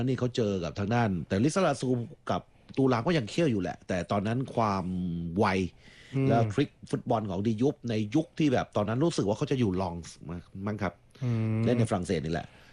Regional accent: Southern Thailand, Thailand; ผมก็เป็นคนใต้เหมือนกัน

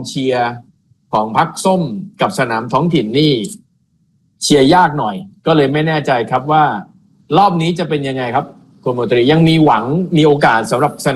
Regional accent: Nonthaburi, Thailand; เป็นคนนนทบุรีโดยกำเนิดอยู่ที่นนทบุรีมากว่า50ปีน้ำท่วมมา3รอบ

